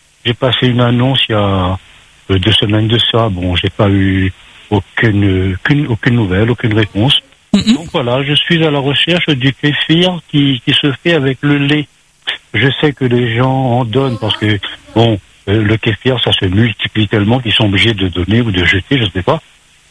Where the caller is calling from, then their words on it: Saint-Leu, Réunion; je suis sur Saint-Leu